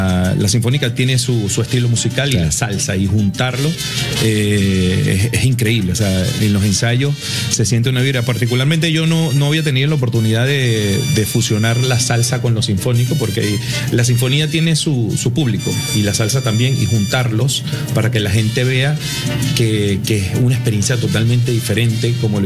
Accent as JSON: {"language": "Spanish", "country": "Venezuela", "said": "como yo soy venezolano"}